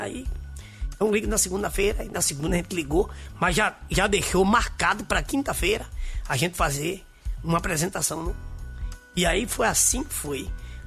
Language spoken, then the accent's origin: Portuguese; Recife, Pernambuco, Brazil; moved away; nós somos de Recife